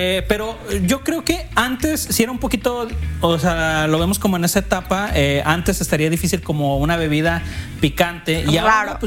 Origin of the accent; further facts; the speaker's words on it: Mexico; De mi México, dices.